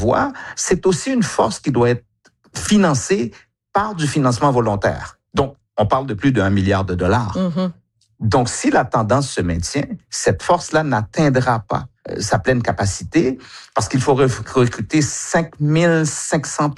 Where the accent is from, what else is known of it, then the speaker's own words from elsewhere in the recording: Canada; je suis un Canadien, moi aussi, je comprends nos préoccupations comme Canadiens.